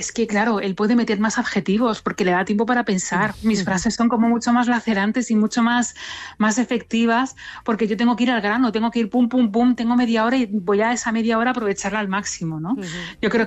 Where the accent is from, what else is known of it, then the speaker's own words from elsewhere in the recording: Andratx, Balearic Islands, Spain; born there; me encanta mi pueblo y volverá a salir Andratx también.